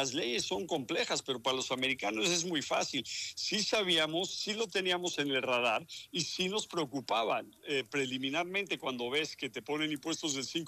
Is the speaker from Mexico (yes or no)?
yes; Mexico; Ahora viene una etapa donde nosotros, como mexicanos, los productores mexicanos de fresa, pueden apelar